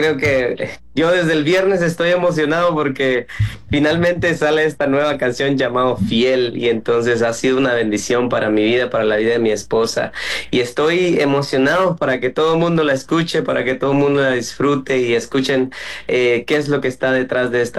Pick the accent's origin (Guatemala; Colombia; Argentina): Guatemala; now in Miami, United States; Sí, soy de Guatemala, pero radico en Miami ahora.